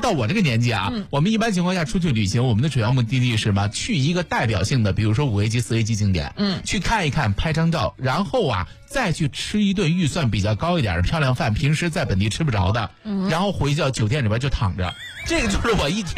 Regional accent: China; 都在困扰了我们中国人一个事儿

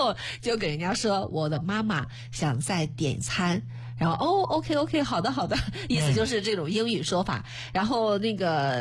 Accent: China; 我觉得还是要保持我们中国人的这种素养

